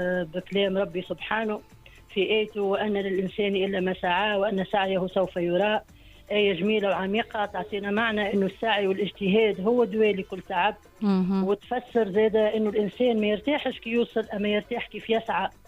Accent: Jerissa, Kef Governorate, Tunisia; بنت جريسة، تسمى بنت الشمال الغربي الكل، ولدت وكبرت في جريسة بين الجبل والمينا وبين قسوة المكان ودفء الناس. من جريسة بدأت حكايتي.

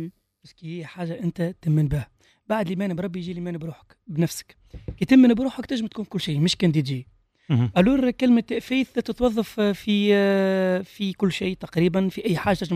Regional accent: Tunisia; موجوده عندنا في تونس

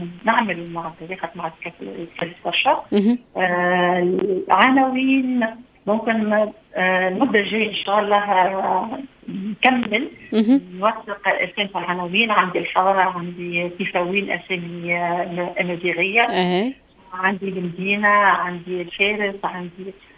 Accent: Tunisia; انا تونسيه

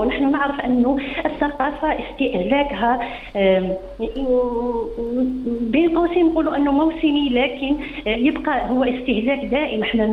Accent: Algeria; أنا الآن من الجزائر، نتكلم مع إخوتي التونسيين على الإذاعة الوطنية.

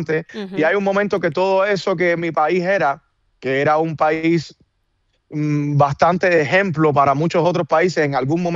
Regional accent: Cuba; lo que pasa en mi país es mucho más importante y va mucho más allá que la música cubana

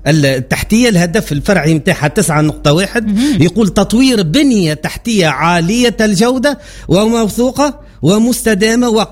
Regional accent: Tunisia; عندنا في تونس.

